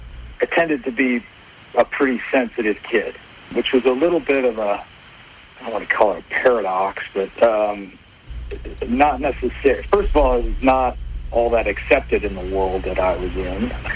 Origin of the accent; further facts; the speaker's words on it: Flint, Michigan, United States; So I grew up in Flint, Michigan, if you know that name at all.